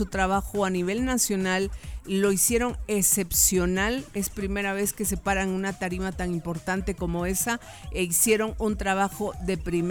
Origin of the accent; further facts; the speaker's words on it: Alta Verapaz, Guatemala; yo como alta verapacense obviamente cuido a mi terruño.